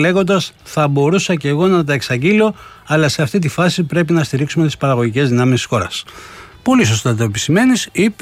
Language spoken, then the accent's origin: Greek; Greece